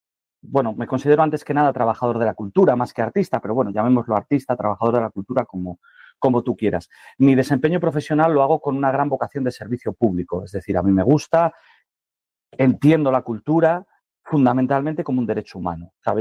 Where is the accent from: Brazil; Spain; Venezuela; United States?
Spain; Asturias; Yo incluso en mi tierra, en Asturias